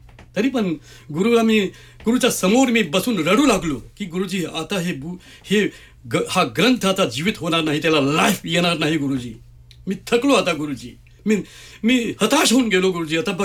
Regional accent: Maharashtra, India; मराठी, मी मराठी माणूस, मी मराठी शिकलेला माणूस, मराठी टीचर होतो मी

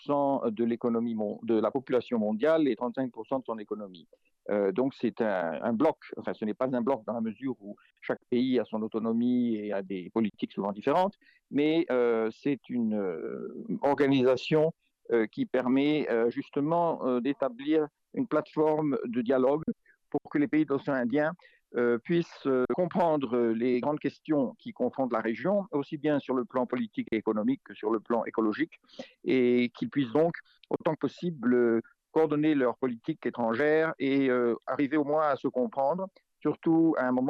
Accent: France; now in India; Je suis français, mais j'ai vécu dans de nombreux pays et surtout en Inde. Je suis basé en Inde depuis plus de 20 ans

